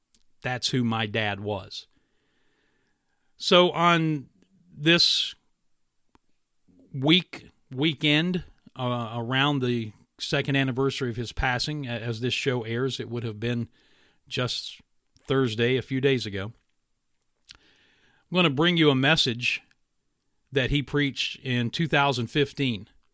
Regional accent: West Virginia, United States; I had gone in to my hometown in West Virginia.

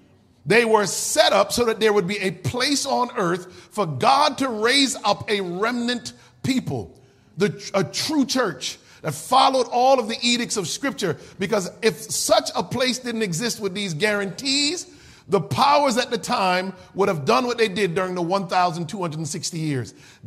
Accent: Connecticut, United States; I was born and raised in the Constitution State, Connecticut.

